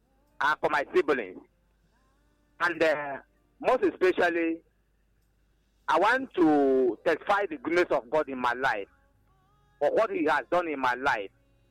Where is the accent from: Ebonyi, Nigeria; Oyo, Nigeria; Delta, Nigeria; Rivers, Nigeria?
Ebonyi, Nigeria; I'm reaching you from my hometown here in Nkomoro, in the Ezekon Autonomous Community, in Inyaba, the main center of Ebonyi State.